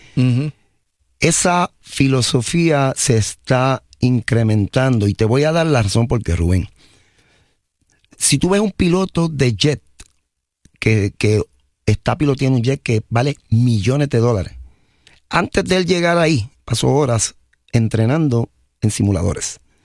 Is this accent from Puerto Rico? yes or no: yes; Puerto Rico